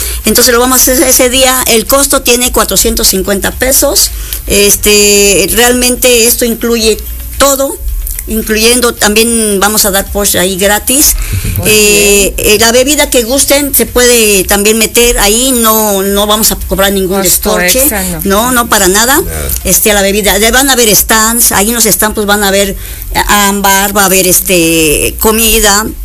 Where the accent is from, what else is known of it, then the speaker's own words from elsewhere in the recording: Mexico; qué amistad hacemos con nuestro país, porque somos mexicanos.